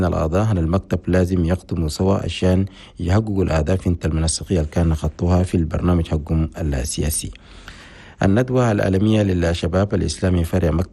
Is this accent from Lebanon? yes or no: no; Chad; في مقر كنيسة البشارة السارة هنا في العاصمة جمينة الجميع انت المدارس المسيحية الدولية في إفريقيا بالتعاون مع الجامعة الإنجيلية في بلدنا تشاد